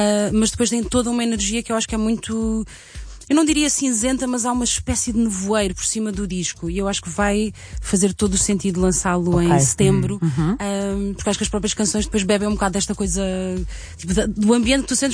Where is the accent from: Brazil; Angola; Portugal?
Portugal; Centro; de onde eu venho, que é a zona centro do país, em que há muito esta coisa.